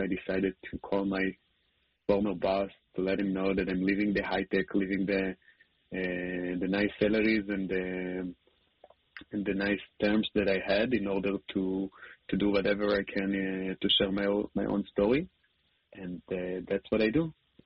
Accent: Holon, Tel Aviv District, Israel; to the club that he goes in Holon, my hometown.

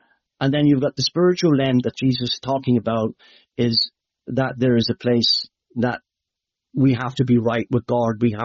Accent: Leinster, Ireland; some of your Irish might know, my accent might be hard to understand, but for the American Americans might be able to understand me, you know. It's in the Midlands of Ireland, the Midlands in Ireland.

